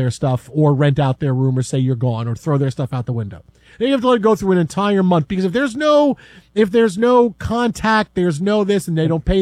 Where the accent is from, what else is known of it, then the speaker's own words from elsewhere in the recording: New York, United States; Like, I grew up in New York.